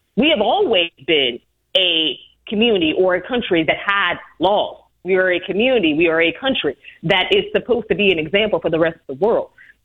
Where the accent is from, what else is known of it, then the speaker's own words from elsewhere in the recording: Chicago, Illinois, United States; I'm originally from South Shore.